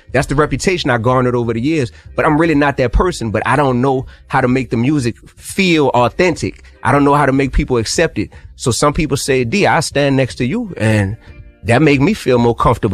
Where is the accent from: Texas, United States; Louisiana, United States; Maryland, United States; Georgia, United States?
Louisiana, United States; New Orleans; born or raised there